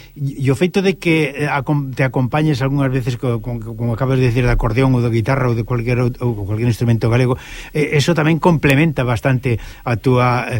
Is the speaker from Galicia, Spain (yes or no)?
yes; Galicia, Spain; nosotros como galegos